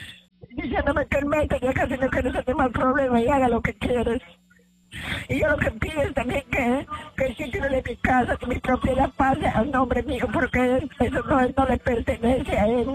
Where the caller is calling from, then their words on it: Iquitos, Loreto, Peru; acá en Iquitos vivo en Montesillo